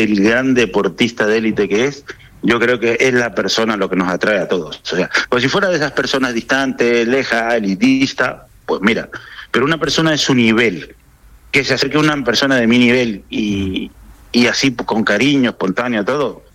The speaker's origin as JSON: {"language": "Spanish", "town": "Guaymallén", "region": "Mendoza", "country": "Argentina", "tie": "born or raised there", "moved": "yes", "said": "En Guaymallén, siempre he vivido en Guaymallén, he ido alternando el barrio UNIMEP, San José, pero siempre"}